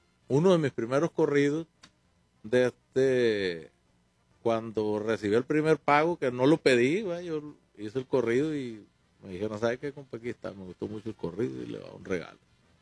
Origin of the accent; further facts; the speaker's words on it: Culiacán, Sinaloa, Mexico; Crecí más, yo pienso, para las rancherías, para las orillas. Como quien dice, mi mamá me tuvo ahí en el hospital ahí en Culiacán